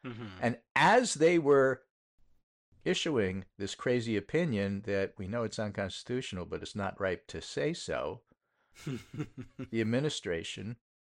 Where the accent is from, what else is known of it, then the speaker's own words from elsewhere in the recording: New York, United States; see if we speak about it because we're from New York.